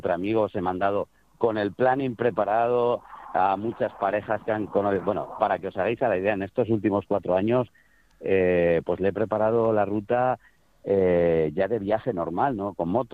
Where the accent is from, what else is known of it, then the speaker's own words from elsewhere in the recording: Nuñomoral, Extremadura, Spain; now in Huesca, Spain; Sí, un extremaño, sí, desde hace bastantes años aquí en Huesca.